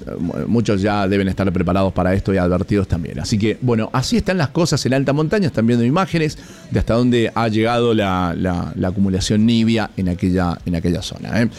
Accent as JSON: {"language": "Spanish", "region": "Mendoza", "country": "Argentina"}